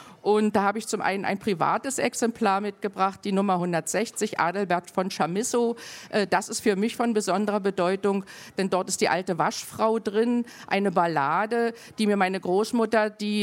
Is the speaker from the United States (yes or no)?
no; Cottbus, Brandenburg, Germany; Nun bin ich aus Cottbus, nicht weit von Hoyerswerda.